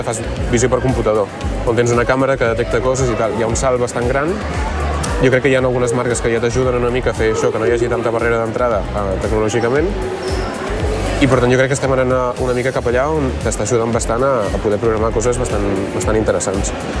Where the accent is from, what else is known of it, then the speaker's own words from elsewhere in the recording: Mont-ras, Catalonia, Spain; Soc de Mont-ras, mm-hmm. I per tant quedava molt a prop